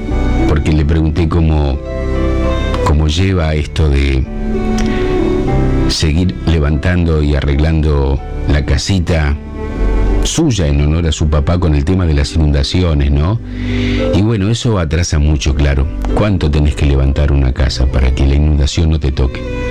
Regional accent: Arequito, Santa Fe, Argentina; desde el balneario de mi pueblo, Arequito

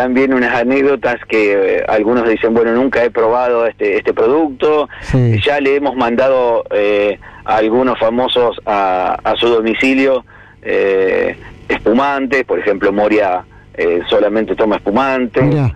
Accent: Casilda, Santa Fe, Argentina; No, somos de Casilda.

